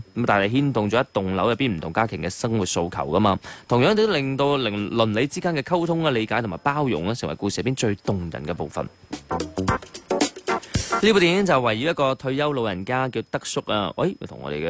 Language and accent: Cantonese; Guangdong, China; 我哋廣東人好熟悉嘅一句粵語啦